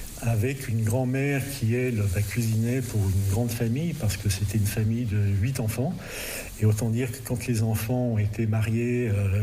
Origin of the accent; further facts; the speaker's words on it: Lyon, Auvergne-Rhône-Alpes, France; also born or lived in Brussels / Berlin / Amsterdam; now in Pont-Saint-Esprit, France; je viens de Bruxelles. Tout en étant français, je suis lyonnais et fier de l'être. Et aujourd'hui, je me présente de plus en plus comme un bon artiste spiripontin. Étant donné que maintenant je travaille l'essentiel de mon temps à Pont-Saint-Esprit.